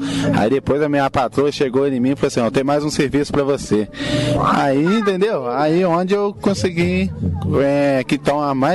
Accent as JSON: {"language": "Portuguese", "town": "Santa Cruz", "country": "Brazil"}